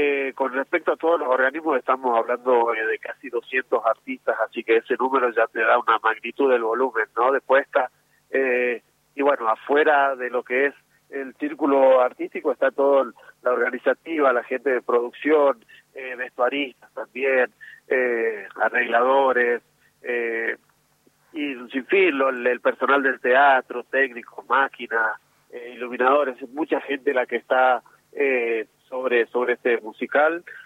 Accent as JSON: {"language": "Spanish", "region": "Salta", "country": "Argentina", "said": "muy contento de poder seguir mostrando un poquitito de lo que somos como salteños."}